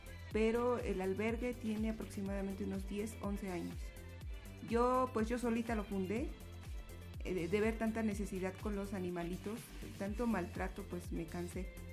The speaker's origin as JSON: {"language": "Spanish", "region": "Guerrero", "country": "Mexico", "tie": "born or raised there", "also_born_or_lived": "Apizaco, Tlaxcala", "moved": "yes", "said": "Yo viví aquí 10 años, por cuestiones de la vida yo tuve que regresarme a Majac de Guerrero, que es el lugar, mi pueblo ahí, y yo soy originaria de ahí."}